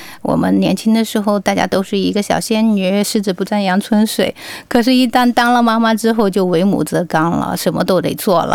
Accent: Jiangsu, China; moved away as an adult; now in Adelaide, Australia; 因为我呢是来自于江苏，2009年的时候登陆我们阿德，那么我挺喜欢这个城市，因为阿德跟我们的家乡基本上差不多大小的

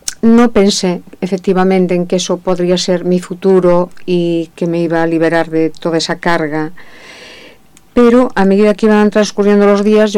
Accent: Spain

